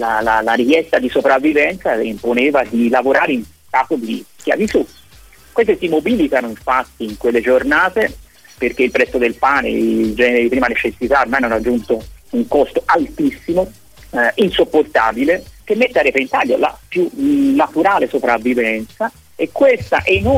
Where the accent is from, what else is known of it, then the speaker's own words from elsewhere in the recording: Florence, Tuscany, Italy; now in Cagliari, Italy; io sono fiorentino ma mi sento cagliaritano a tutti gli effetti da più di 25 anni.